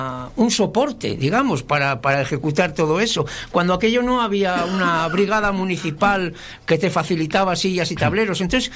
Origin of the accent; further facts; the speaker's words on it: Laredo, Cantabria, Spain; Porque la Batalla de Flores, para los que somos de Laredo, no digo en su totalidad, pero en su gran mayoría comemos en casa.